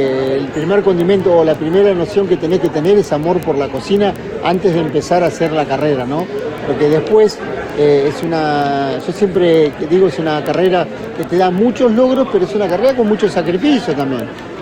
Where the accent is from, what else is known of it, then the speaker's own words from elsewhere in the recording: Puerto Deseado, Santa Cruz, Argentina; born there; un orgullo venir a representar a la provincia y a mí, y también a mi pueblo, ¿no? Puerto Deseado.